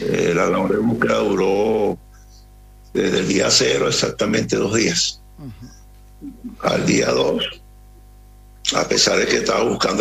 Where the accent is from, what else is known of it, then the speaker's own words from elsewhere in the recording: El Salvador; Yo vengo, un ejemplo, ¿no? Yo vengo de El Salvador, pero como que vinieron fue a curiosear.